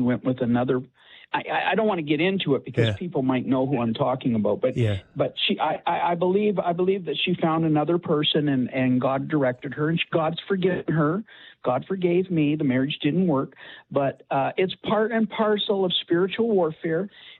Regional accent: Canada; I'm from Canada.

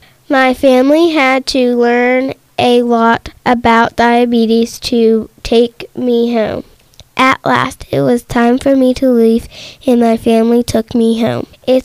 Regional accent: Sligo, Pennsylvania, United States; I'm 7 years old, and I'm from Sligo, Pennsylvania.

